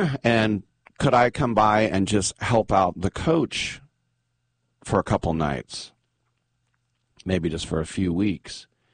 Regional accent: California, United States; where are you from? We said, California.

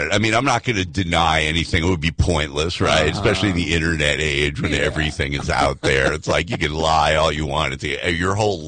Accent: Illinois, United States; born there; also born or lived in New York; I was born in Illinois. I was about 7 years old, moved to, you know, upstate New York, and then moved back to the same town in Illinois to go to high school.

